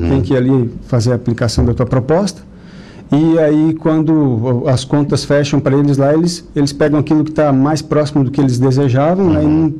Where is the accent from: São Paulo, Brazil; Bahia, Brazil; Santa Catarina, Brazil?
Santa Catarina, Brazil; Tubarão; also born or lived in Palhoça; Eu nasci em Tubarão. A minha família, 80% de lá, né? Mas saí com 6 anos de idade de Tubarão. Fomos morar em Palhoça, né? E depois retornamos novamente para Tubarão.